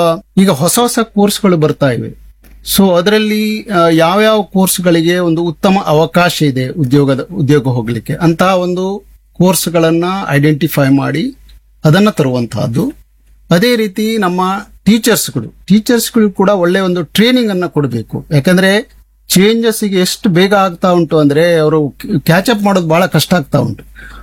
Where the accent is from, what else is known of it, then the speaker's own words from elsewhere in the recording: Idagunji, Karnataka, India; ನಮ್ದು ಊರು ಇಡಗುಂಜಿ. ವಿದ್ಯಾಭ್ಯಾಸ ಎಲ್ಲ ಕನ್ನಡ ಮೀಡಿಯಂ ಅಲ್ಲೇ ಮಾಡಿರೋದು, 10ನೇ ತರಗತಿಯವರೆಗೆ ಅಲ್ಲೇ ಮಾಡಿರೋದು.